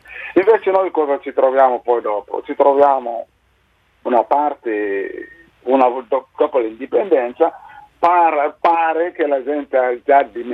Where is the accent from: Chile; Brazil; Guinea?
Guinea; questo a un certo punto mi ha portato ad essere persona non grata nel mio paese, sì, in Guinea, sì.